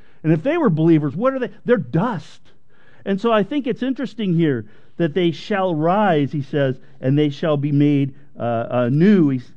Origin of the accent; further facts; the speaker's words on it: United States; I grew up here in the States